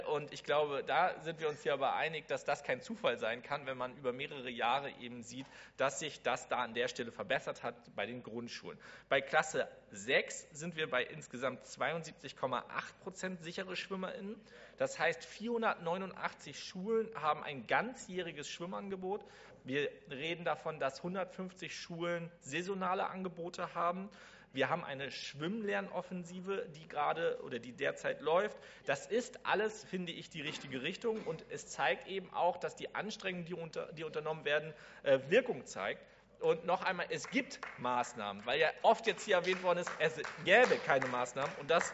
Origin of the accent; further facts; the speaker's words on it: Wewelsfleet, Schleswig-Holstein, Germany; Ich komme aus Wewelsfleet.